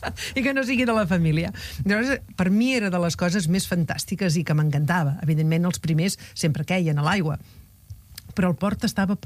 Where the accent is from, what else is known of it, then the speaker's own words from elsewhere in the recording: Arenys de Mar, Catalonia, Spain; els que som d'Arenys